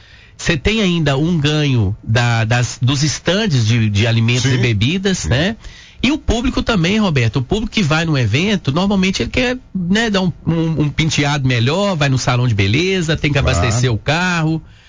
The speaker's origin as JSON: {"language": "Portuguese", "town": "Coronel Fabriciano", "region": "Minas Gerais", "country": "Brazil", "tie": "born or raised there", "said": "Nascido e criado em Fabriciano"}